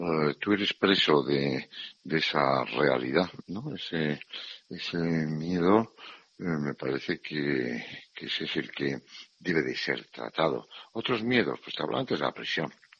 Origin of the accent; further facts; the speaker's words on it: Navarre, Spain; born there; A ver, yo que nací en Navarra y he corrido encierros